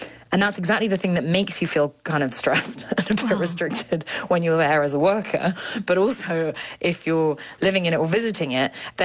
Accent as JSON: {"language": "English", "country": "Japan", "tie": "born or raised there"}